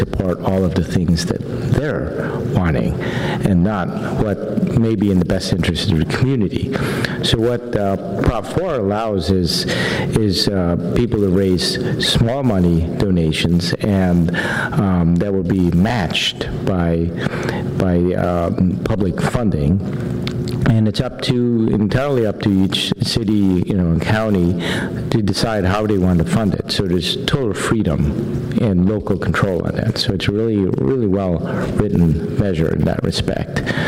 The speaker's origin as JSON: {"language": "English", "region": "New York", "country": "United States", "tie": "born or raised there", "moved": "yes", "said": "I grew up in New York"}